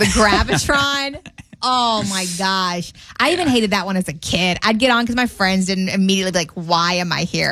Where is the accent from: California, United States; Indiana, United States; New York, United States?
Indiana, United States; now in Minnesota, United States; growing up in Indiana